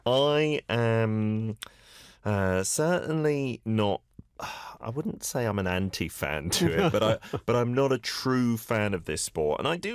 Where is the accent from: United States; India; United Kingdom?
United Kingdom; as a Brit